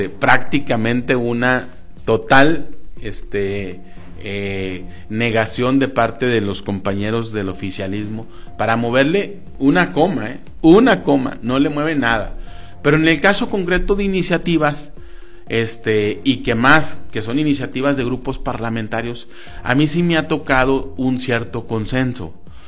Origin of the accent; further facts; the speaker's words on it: Mexico; como mexicanos que somos